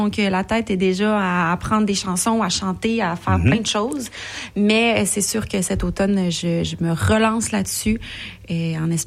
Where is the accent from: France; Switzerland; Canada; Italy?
Canada; Sherbrooke, Quebec; Moi, je suis de Sherbrooke.